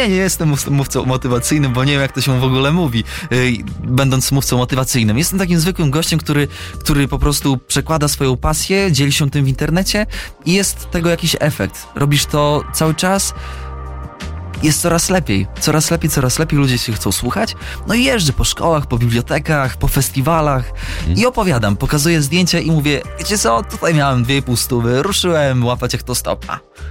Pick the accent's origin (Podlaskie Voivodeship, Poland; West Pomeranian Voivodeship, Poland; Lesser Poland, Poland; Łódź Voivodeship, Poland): Podlaskie Voivodeship, Poland; now in Warsaw, Poland; Rejon, z którego pochodzę, jednak uważam, jeżdżąc po całej Polsce, że wciąż jest w jakiś sposób taki unikalny.